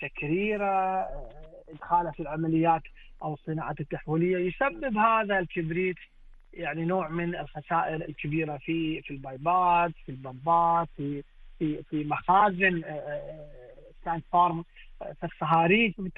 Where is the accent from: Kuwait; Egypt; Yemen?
Kuwait; احنا كشباب كويتي واعد